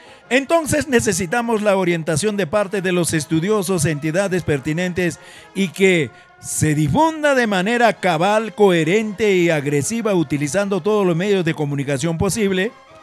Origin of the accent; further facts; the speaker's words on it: Ancash, Peru; nuestra región ancashina